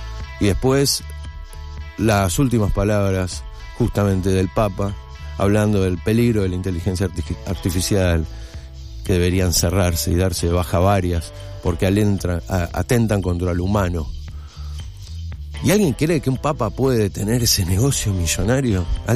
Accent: Argentina; sos un argentino más, como yo

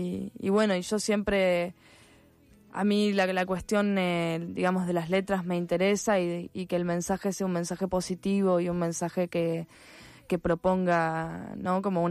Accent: Cañuelas, Buenos Aires Province, Argentina; yo soy de Cañuelas, que es un pueblo... Yo creo que es chico, sí, para ustedes que son más porteños es súper chico.

